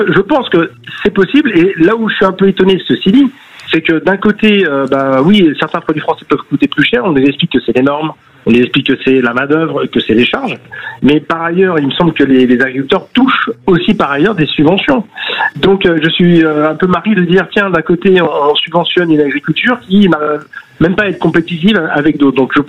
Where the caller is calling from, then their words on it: Île-de-France, France; Même si j'habite en Seine-Saint-Denis.